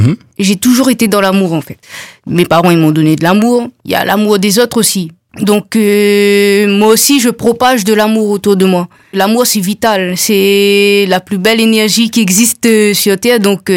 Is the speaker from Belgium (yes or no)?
no; Réunion; moved away as an adult; now in Toulouse, France; Je suis originaire de la Réunion